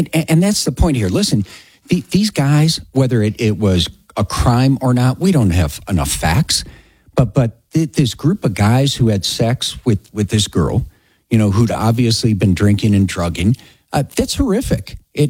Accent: United States; as an American

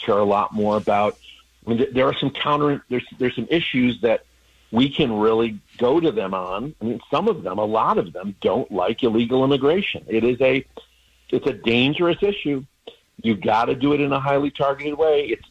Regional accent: Detroit, Michigan, United States; born there; moved away; I happen to be in Detroit today. I grew up in Detroit as a little kid.

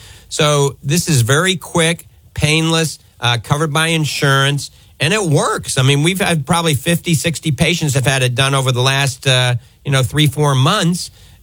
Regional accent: New Orleans, Louisiana, United States; Growing up in New Orleans, I ate a lot of shrimp.

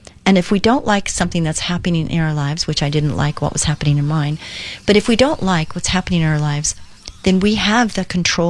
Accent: Westminster, California, United States; moved away; I grew up in Westminster and Orange County girl, and now I'm a Lake girl

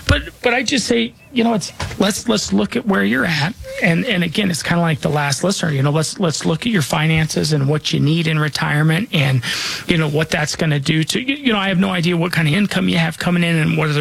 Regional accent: Denver, Colorado, United States; I was born and raised here in Denver. I'm not just licensed here. This is where I call home. This is where I'm raising my family.

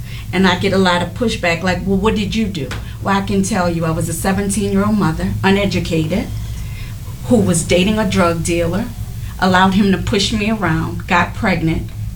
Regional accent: New Orleans, Louisiana, United States; We hail from New Orleans, Louisiana. … I do have ties in Chicago. I have family here.

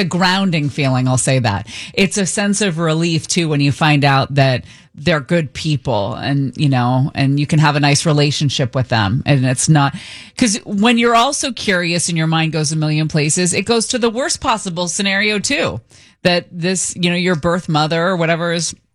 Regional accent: San Francisco, California, United States; born there; In fact, it was weird because I knew I was born in San Francisco.

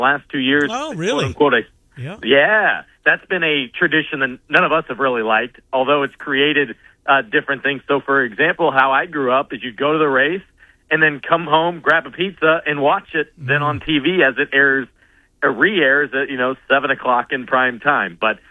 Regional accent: Indiana, United States; I'm from Central Indiana, so I grew up going to the race.

